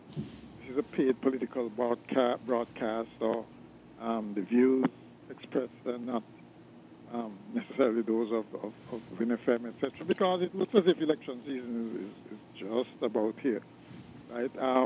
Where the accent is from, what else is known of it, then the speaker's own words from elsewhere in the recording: St. Johnston's Village, St. Kitts & Nevis; born there; I was born in St. Johnson's Village.